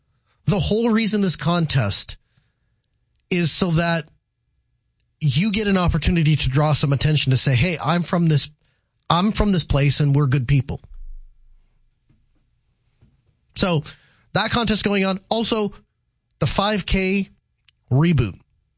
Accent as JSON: {"language": "English", "town": "Grand Forks", "region": "North Dakota", "country": "United States", "tie": "born or raised there", "said": "My hometown is Grand Forks."}